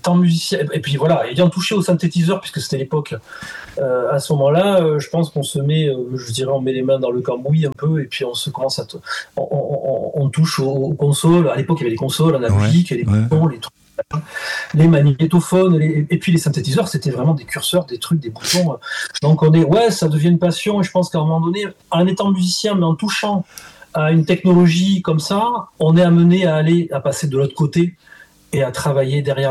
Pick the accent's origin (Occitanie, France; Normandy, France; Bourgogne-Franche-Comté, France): Occitanie, France; Toulouse; now in Gers, France; Et moi, je suis toulousain aussi d'origine